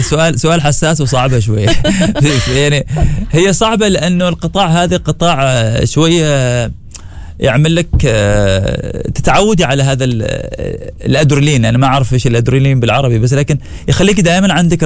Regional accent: Oman; فهذا نجاحنا كلنا، ولنا الفخر نحن كعمانيين، ولنا الفخر كعرب

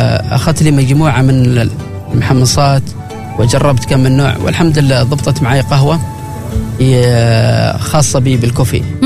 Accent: Oman; صار نحن كعمانيين البيت الثالث

